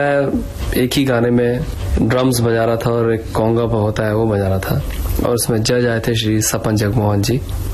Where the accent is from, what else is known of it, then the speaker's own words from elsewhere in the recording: Jabalpur, Madhya Pradesh, India; Film line میں آنے سے پہلے میں بتا دوں شروتاؤں کو کہ میں جبل پور کا رہنے والا ہوں, اور جبل پور میں میں ماڈل ہائی اسکول میں پڑھتا تھا.